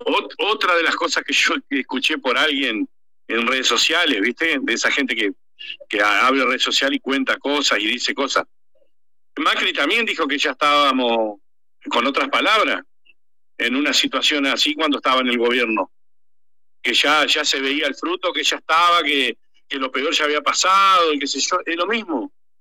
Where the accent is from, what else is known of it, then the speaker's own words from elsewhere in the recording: Argentina; como somos los argentinos.